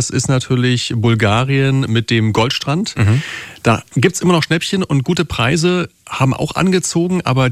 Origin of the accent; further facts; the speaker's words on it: East Germany, Germany; ich bin ein Kind des Ostens, habe jeden Sommer in Kühlungsborn verbracht.